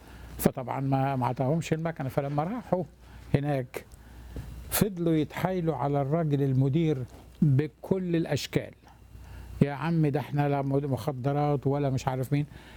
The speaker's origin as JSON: {"language": "Arabic", "country": "Egypt", "moved": "yes", "lives_now": "United States", "said": "انا امريكاني مصري جزائري"}